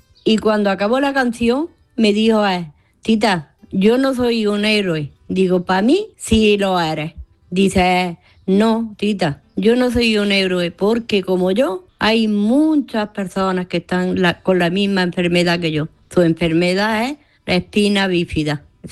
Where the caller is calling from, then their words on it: Granada, Andalusia, Spain; Manolo, te llamo otra vez. … de Granada y te llamo para felicitar a mi sobrino Antonio.